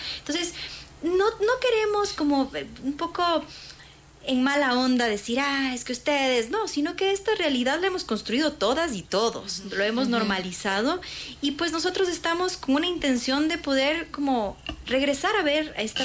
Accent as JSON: {"language": "Spanish", "country": "Ecuador", "said": "Siendo las mujeres ecuatorianas"}